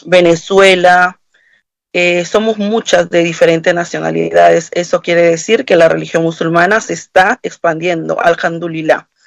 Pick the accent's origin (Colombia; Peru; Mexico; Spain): Peru; now in Argentina; Yo no soy argentina, soy de latinoamericana, pero soy de Perú, de otro país cerca de aquí.